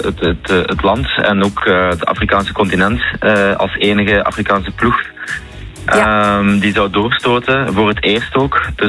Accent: Belgium; also born or lived in Morocco; Ik ben zowel Belg als Marokkaan. Ik ben zowel trots op beide landen.

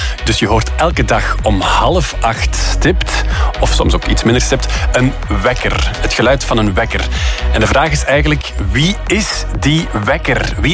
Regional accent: Limburg, Belgium; ik zeg dat inderdaad vaak, dat ik uit Limburg kom.

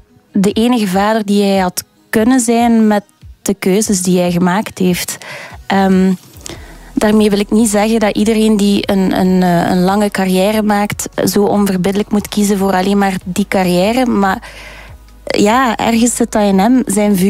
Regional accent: Ghent, Flanders, Belgium; born there; ik ben in Gent geboren om 00:30 of zo, 's nachts.

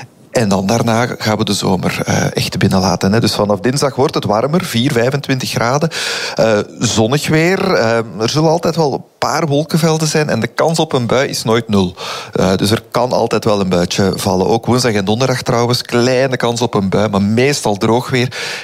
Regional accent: Flemish Brabant, Belgium; Nu, ik ben van Vlaams-Brabant, ça va nog wel.

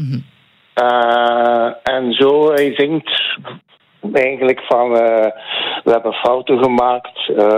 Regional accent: Flanders, Belgium; now in Ghent, Belgium; Laat ons zeggen, ik ben een West-Vlaming die in Gent gaat wonen. Dus op die manier ben ik een beetje verhuisd. Maar niet zo heel ver natuurlijk.

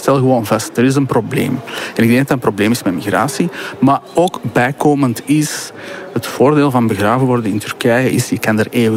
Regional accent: Flanders, Belgium; Kijk, als Vlaamse Turk heb ik begrafenissen meegemaakt van Vlamingen, maar ook van Turken.

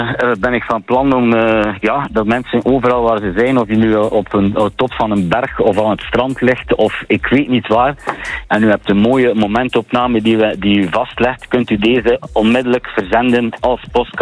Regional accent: Bruges, Flanders, Belgium; ik ben een Bruggeling

